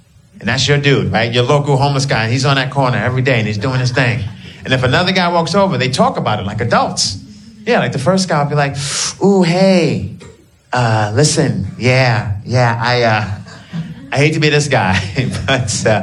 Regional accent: New York City, New York, United States; now in Los Angeles, United States; I'm a New Yorker, so it's weird. People still think I live in New York, but I do live in LA and I miss New York.

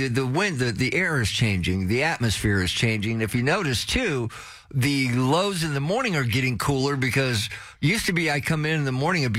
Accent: Texas, United States; I'm used to it. I'm from South Texas. I'm used to summer and not summer. I know we don't have the four seasons.

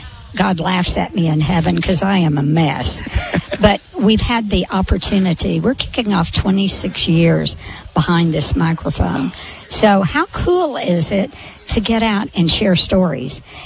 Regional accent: Arkansas, United States; I'm from Arkansas.

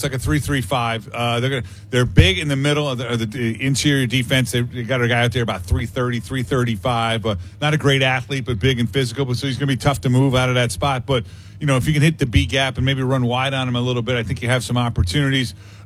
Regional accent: Wethersfield, Connecticut, United States; I grew up on Westwood Drive in Weathersfield, Connecticut.

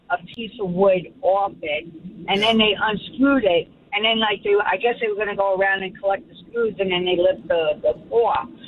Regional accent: New York, United States; I think as a New Yorker, some companies won't even look at it.

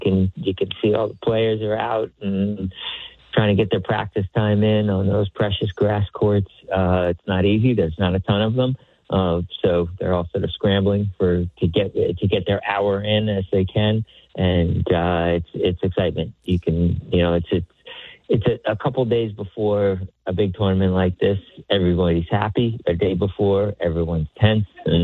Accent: United States; accent: American; as soon as they hear my American accent over here, they want to know if I'm getting any games in the U.S.

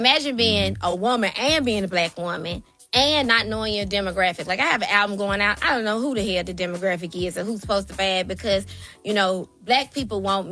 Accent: Tennessee, United States; I am from Tennessee. I am deep in country music.

